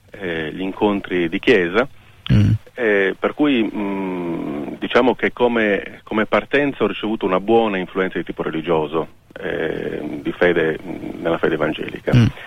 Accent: Sassari, Sardinia, Italy; Sono nato comunque a Sassari, perciò in Sardegna, però sono di padre tedesco e di madre piemontese lombarda, diciamo così

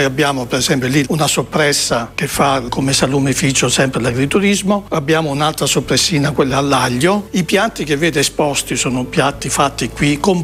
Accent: Taurasi, Campania, Italy; moved away as an adult; now in Due Carrare, Italy; Io provengo dal paese di Taurasi, in provincia di Avellino, che è un paese agricolo. E anche qui, quando sono arrivato nel 2002

